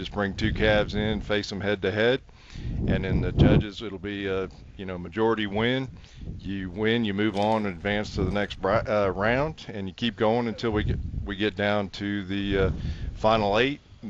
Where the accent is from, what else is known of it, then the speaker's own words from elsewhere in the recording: Hempstead, Texas, United States; I'm from Hempstead, Texas